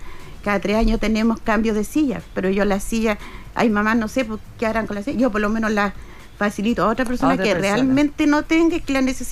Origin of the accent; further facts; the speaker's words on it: Chile; somos todos los chilenos los que damos